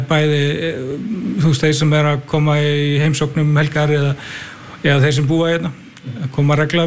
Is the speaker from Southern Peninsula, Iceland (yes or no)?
yes; Garður, Southern Peninsula, Iceland; now in Njarðvík, Iceland; Ég ættaður úr Garðinum og við búum í Njarðvík, keftum okkar fyrstu íbúð þar.